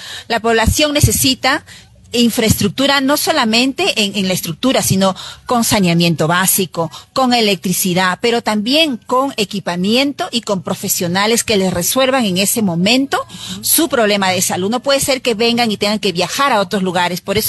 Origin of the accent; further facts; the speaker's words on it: Quiruvilca, La Libertad, Peru; una mujer, hija del Ande, porque soy de Quirubilca